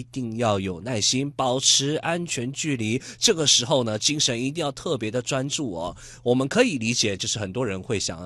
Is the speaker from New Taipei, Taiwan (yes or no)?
no; Kaohsiung, Taiwan; 因为您知道我们高雄人嘛，高雄人过去其实新营服务区并不远